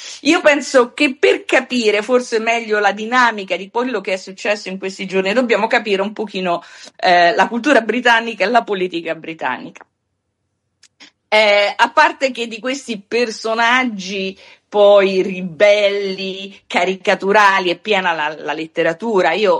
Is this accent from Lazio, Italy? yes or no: no; Emilia-Romagna, Italy; io vengo dall'Emilia Romagna